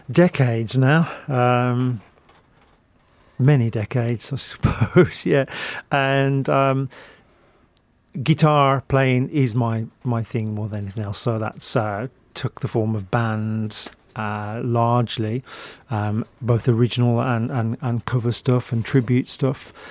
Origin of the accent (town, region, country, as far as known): West Midlands, United Kingdom; born or raised there